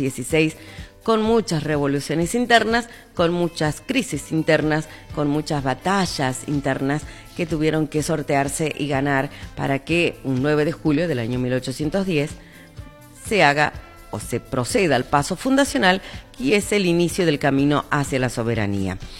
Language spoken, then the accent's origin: Spanish; Argentina